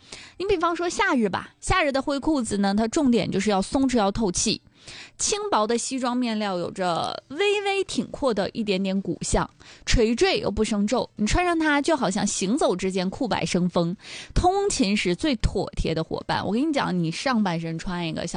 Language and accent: Chinese; Northeast China, China; 用我们东北话说，凉哇哇的啊